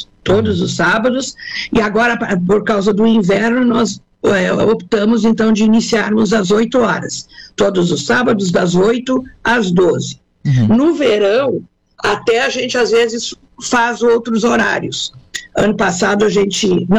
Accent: Rio Grande do Sul, Brazil; now in Arroio do Silva, Santa Catarina, Brazil; Eu sempre fui professora, muito urbana, sempre morei em cidade, sou do Rio Grande do Sul, e nós tínhamos casa aqui no Arroio.

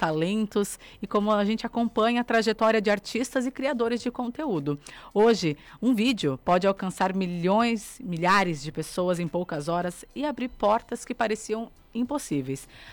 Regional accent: São Paulo, Brazil; moved away; Eu sou do interior de São Paulo e não tem tanto.

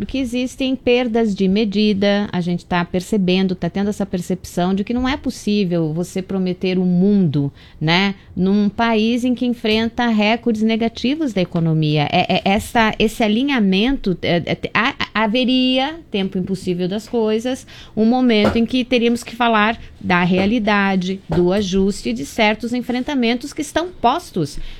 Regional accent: Brazil; nós somos nós brasileiros

